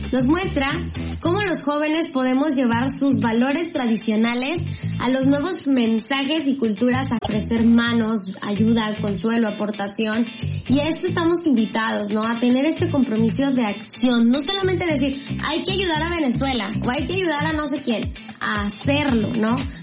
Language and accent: Spanish; Mexico; nosotros como mexicanos